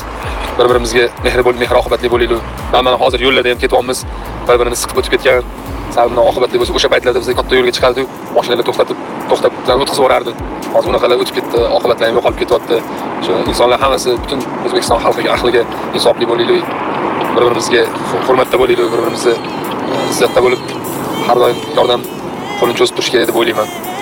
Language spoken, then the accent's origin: Uzbek; Tashkent, Uzbekistan; Yoshligimizda Yunusobodda turardik.